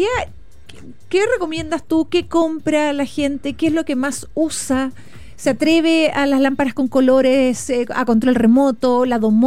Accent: Chile

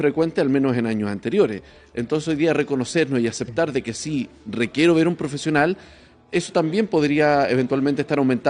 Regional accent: Chile; ¿Nosotros como chilenos hoy día reconocemos nuestros problemas de salud mental

